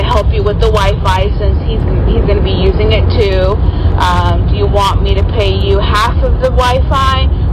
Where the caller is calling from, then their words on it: Luther, Oklahoma, United States; I'm calling from Luther, Oklahoma.